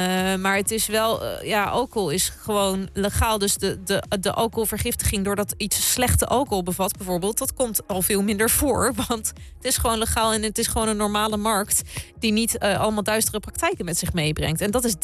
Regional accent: Netherlands; En wij hebben zoiets als Nederlanders

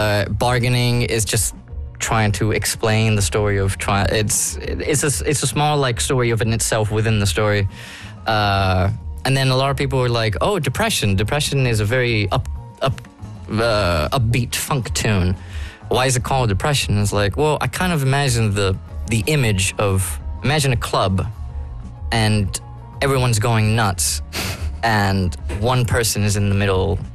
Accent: Barcelona, Catalonia, Spain; also born or lived in London, United Kingdom; I was born in London, but I grew up in Barcelona, and I've been working the circles in Barcelona

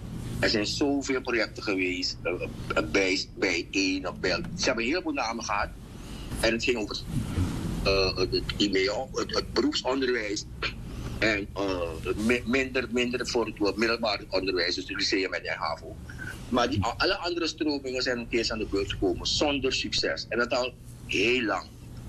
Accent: Suriname; born or raised there; moved away

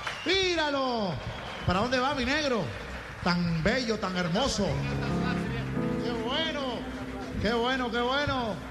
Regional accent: Zulia, Venezuela; Maracucho, somos maracuchos.

